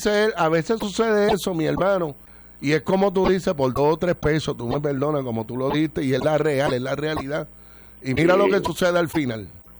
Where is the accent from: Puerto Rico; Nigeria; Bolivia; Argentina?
Puerto Rico; Añasco; allá donde yo me crié, en Daguey, en Añaco.